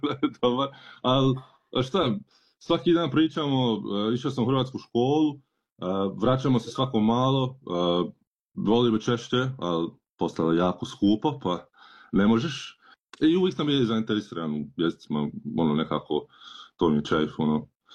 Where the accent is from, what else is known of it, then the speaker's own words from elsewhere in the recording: Perth, Western Australia, Australia; Hvala na pozivu, treba reći. Rođen sam u Pertu u Australiji. Roditelji su mi iz Drniša u Dalmaciji. Došli su 93. Ja sam rođen 94.